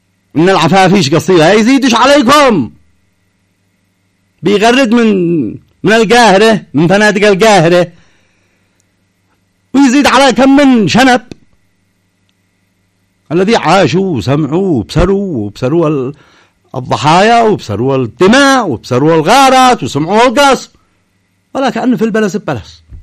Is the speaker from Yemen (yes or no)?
yes; Yemen; قنابل محرمة، أسلحة محرمة على بلادنا اليمن،